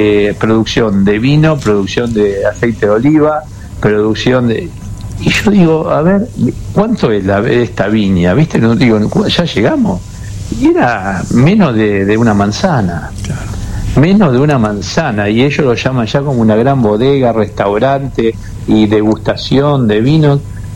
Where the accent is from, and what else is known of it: Argentina